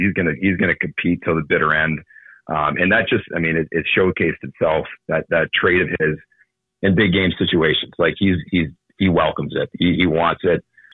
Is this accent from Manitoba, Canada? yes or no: no; Ontario, Canada; I grew up just near Toronto.